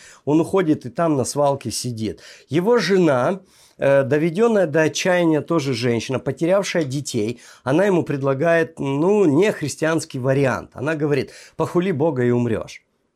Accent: Caucasus, Russia; Я вырос на Кавказе, многонациональном Кавказе, где у нас все рядом жили, там, да, и дагестанцы, и все.

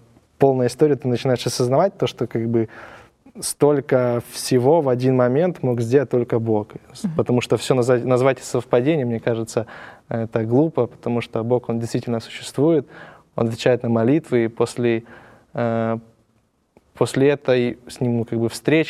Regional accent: Ukraine; now in Argentina; Нет, я сам с Украины.

